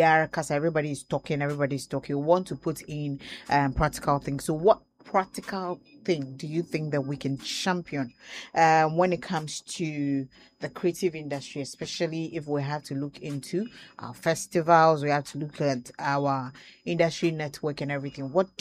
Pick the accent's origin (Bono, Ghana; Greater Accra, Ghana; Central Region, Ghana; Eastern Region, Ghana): Central Region, Ghana; Cape Coast; We are from Cape Coast. We brag to people, we are the city of this, the city of that, and that.